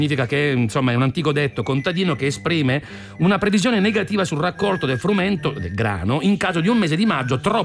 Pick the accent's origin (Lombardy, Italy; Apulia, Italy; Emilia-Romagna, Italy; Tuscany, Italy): Apulia, Italy; sì, dalle mie parti, nel Salento, Pancrazio.